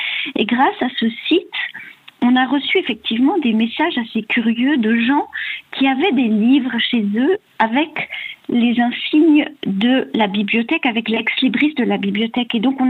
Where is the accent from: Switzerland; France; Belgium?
Switzerland; Geneva; born there